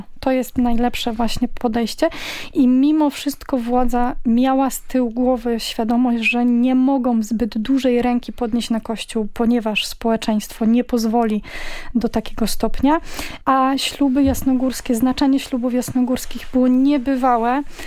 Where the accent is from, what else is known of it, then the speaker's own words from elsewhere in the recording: Łódź, Łódź Voivodeship, Poland; bo u nas w Łodzi